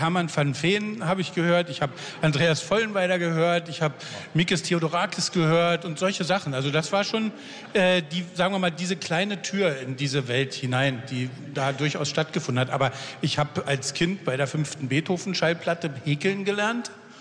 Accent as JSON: {"language": "German", "region": "Berlin", "country": "Germany", "tie": "born or raised there", "said": "Ich bin noch zu Ostzeiten in Ost-Berlin aufgewachsen."}